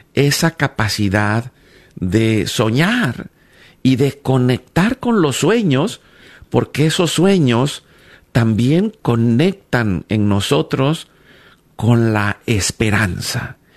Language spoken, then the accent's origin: Spanish; Guatemala; now in Spain; Yo vengo de Guatemala